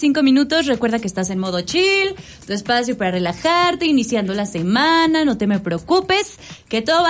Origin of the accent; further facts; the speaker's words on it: Mexico; somos expertos los mexicanos